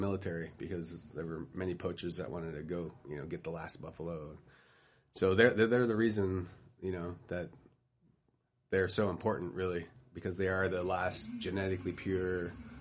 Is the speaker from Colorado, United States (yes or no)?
no; San Joaquin Valley, California, United States; I grew up in the San Joaquin Valley